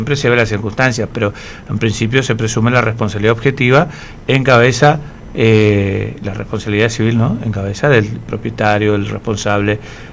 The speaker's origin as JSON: {"language": "Spanish", "town": "Campo Ramón", "region": "Misiones", "country": "Argentina", "said": "En Campo Ramón decimos encimarte."}